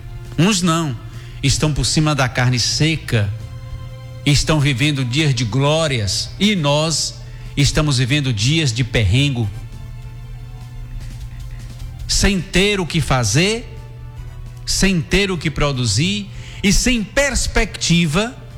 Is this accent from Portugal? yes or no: no; Brazil; nós que somos brasileiros